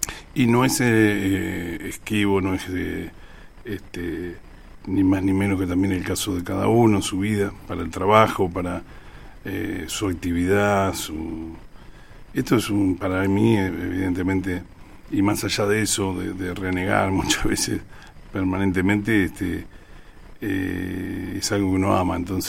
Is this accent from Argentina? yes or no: yes; Argentina; es como los argentinos, aguantamos